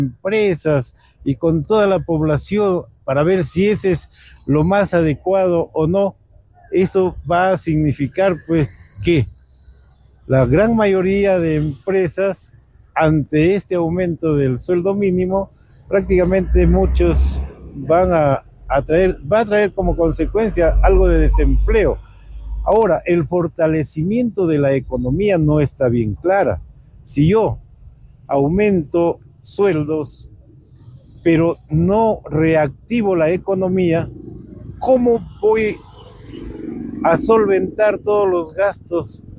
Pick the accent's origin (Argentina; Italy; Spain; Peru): Peru; nosotros como ciudadanos peruanos